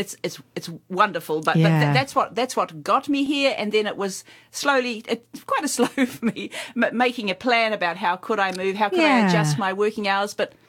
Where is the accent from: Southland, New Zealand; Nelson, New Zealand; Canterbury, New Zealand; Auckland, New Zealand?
Canterbury, New Zealand; Christchurch; moved away as an adult; also born or lived in Singapore; Originally, I'm from Otatahi, Christchurch. Yeah, that's where I'm from originally. And I grew up there. yep, went to school there, spent some time.